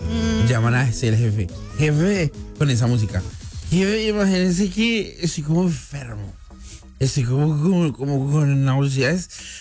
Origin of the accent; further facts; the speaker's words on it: Colombia; Yo me crié con unos comentaristas en Colombia que hacían eso.